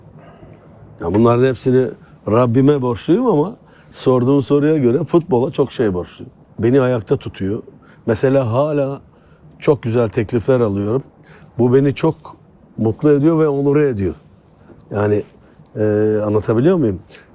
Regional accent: Adana, Turkey; Adanalıyım ben. Nezaket sahibiyim.

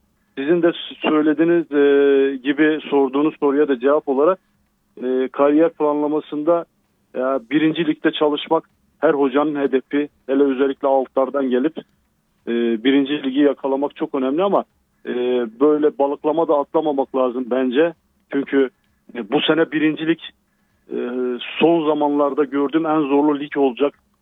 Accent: Van, Turkey; born or raised there

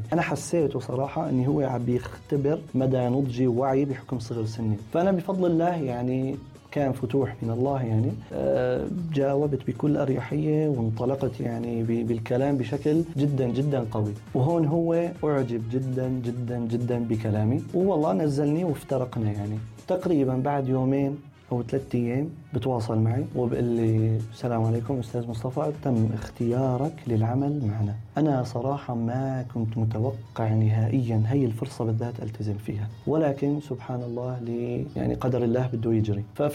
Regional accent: Syria; moved away; نحن كمجتمع سوري، كمجتمع عربي بشكل عام، كمجتمع سوري بشكل خاص، عندنا ترابط اجتماعي وثيق

